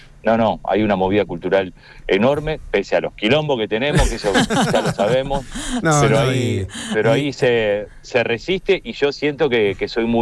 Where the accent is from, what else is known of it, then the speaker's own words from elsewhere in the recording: Uruguay; Sí, sin duda, vengo de Uruguay y allá se vio mucho, sabes que en Uruguay pasaron 3 veces graduados en la televisión abierta, incluso